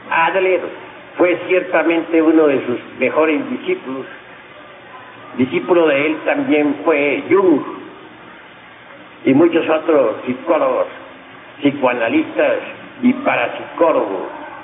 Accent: Cotija, Michoacán, Mexico; Yo soy de Cotija, Michoacán. He vivido más que todo, además en otros lugares, en distintos federales.

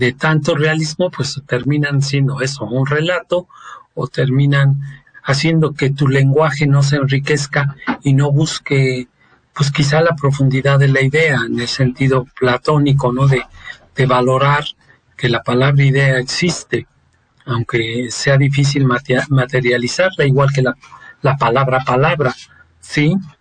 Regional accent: Italy; also born or lived in Rome; now in Toluca, Mexico; yo siendo italiano, él en Florencia y yo en Roma

